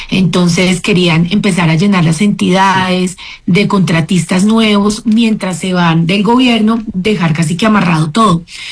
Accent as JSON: {"language": "Spanish", "country": "Colombia"}